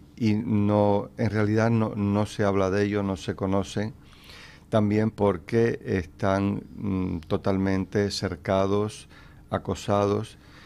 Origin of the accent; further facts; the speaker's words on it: Cuba; now in Spain; yo crecí en Cuba. Y bueno, mis bisabuelos son gallegos, pero yo crecí en Cuba. Yo no crecí acá.